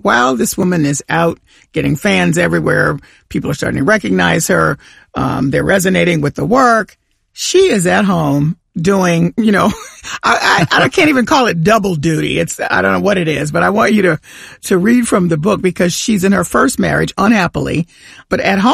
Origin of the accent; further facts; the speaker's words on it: the South, United States; I grew up in the Bible Belt.